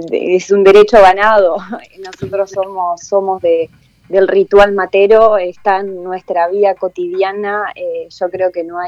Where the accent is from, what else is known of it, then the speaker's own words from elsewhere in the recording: Concepción del Uruguay, Entre Ríos, Argentina; nosotros somos de Concepción del Uruguay.